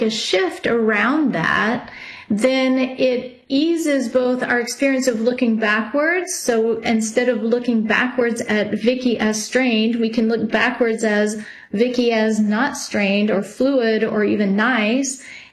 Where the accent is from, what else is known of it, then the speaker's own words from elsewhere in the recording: Texas, United States; born there; moved away; I lived in Texas where we had tornadoes.